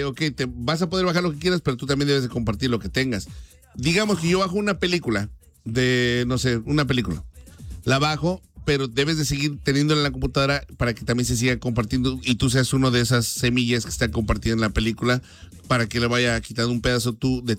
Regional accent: Mexico; moved away; Esa canción sí tenía muchos años después de que me vine de México.

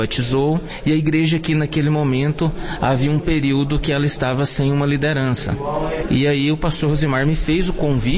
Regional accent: Cristianópolis, Goiás, Brazil; moved away as an adult; Eu fui com 22 anos, eu fui para Portugal, independente, estava longe dos caminhos do Senhor, sou oriundo de Cristianópolis, e depois em Portugal eu me reconcilio com o Senhor

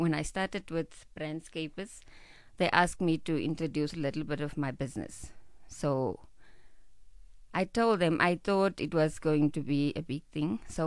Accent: Kuruman, Northern Cape, South Africa; Okay, my upbringing, I was born in Kuruman. I studied there, everything was there, so I never left Kuruman. So me coming here is like a huge thing.

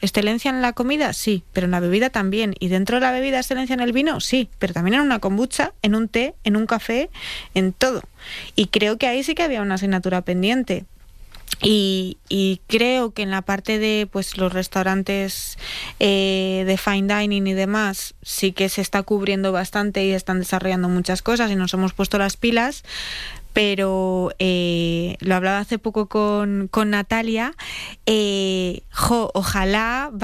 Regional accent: Laguna de Duero, Castile and León, Spain; yo soy de Laguna de Duero, un pueblo muy pequeñito dentro de Valladolid. Bueno, pequeñito, tiene 20.000 habitantes, pero bueno, un pueblo, Castilla Profunda

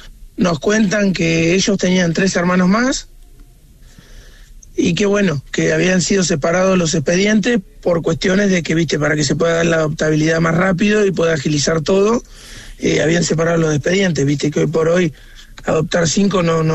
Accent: Henderson, Buenos Aires Province, Argentina; Somos de Henderson, provincia de Buenos Aires.

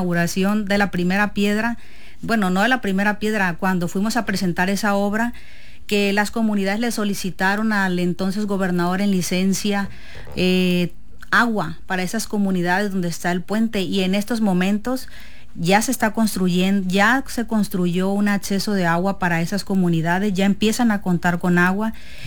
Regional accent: Estación Dimas, Sinaloa, Mexico; en mi comunidad, mi municipio, Barras de Piazla, pues está muy cerca de Estación Dimas, del pueblo de donde yo soy.

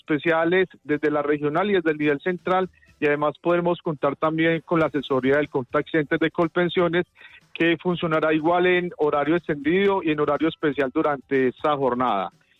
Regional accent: Colombia

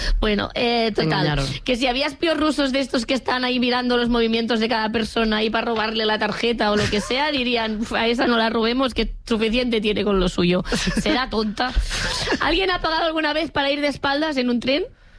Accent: Catalonia, Spain; y como persona catalana esto me

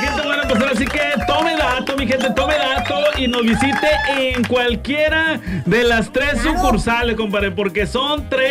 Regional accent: Tampico, Tamaulipas, Mexico; now in Ciudad del Carmen, Mexico; es que yo soy de aquí de Tampico, pero pues yo ya radico, ya tengo varios años también allá en Ciudad del Carmen, Campeche

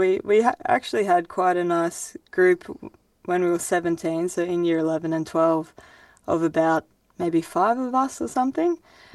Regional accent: Grafton, New South Wales, Australia; born or raised there; now in Cairns, Australia

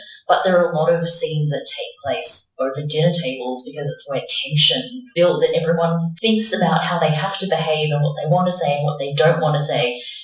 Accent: Hong Kong; And I'm from Hong Kong, so we have been colonized in many, many ways by many, many people and had our politics repressed.

